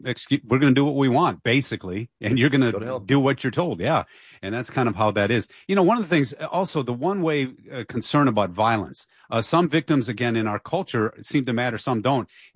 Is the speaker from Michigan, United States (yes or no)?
yes; Dearborn, Michigan, United States; I'm from Dearborn.